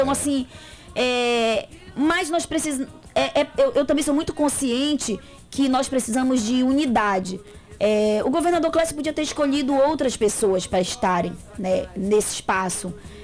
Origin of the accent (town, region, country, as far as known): Amapá, Brazil